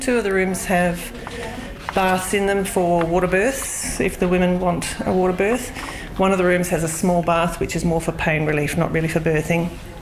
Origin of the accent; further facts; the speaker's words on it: Mount Gambier, South Australia, Australia; I'm from Mount Gambier, so there is a nursing